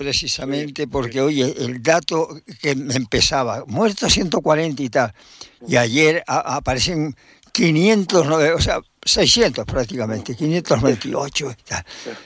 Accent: Venezuela; Somos venezolanos iguales que ellos son canarios.

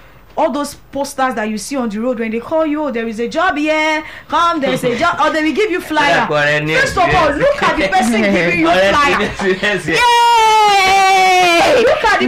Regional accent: Lagos, Nigeria; born there; it has never happened to me before because I was born in Lagos and 30 something years.

